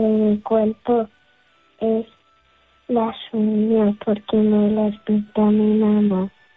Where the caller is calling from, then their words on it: Alicante, Valencian Community, Spain; Tengo 5 años. … vivo en Alicante.